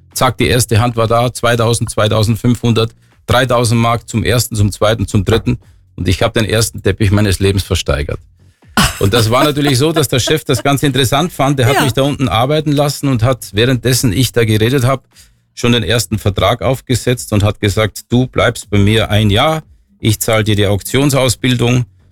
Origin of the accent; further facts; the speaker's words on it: Deutschlandsberg district, Styria, Austria; also born or lived in Innsbruck, Austria; now in Oberstaufen, Germany; Ich bin in Innsbruck geboren, bin in Graz aufgewachsen, also südlich von Graz, in Pölfingbrunn, das ist im Bezirk Deutschlandsberg.